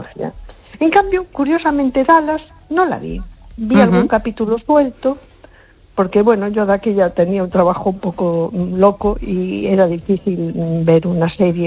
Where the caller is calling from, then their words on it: A Coruña, Galicia, Spain; de Coruña.